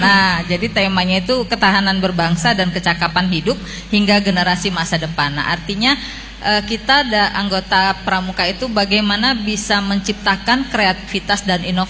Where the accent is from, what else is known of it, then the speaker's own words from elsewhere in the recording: Jambi, Indonesia; kita sebagai warga Kota Jambi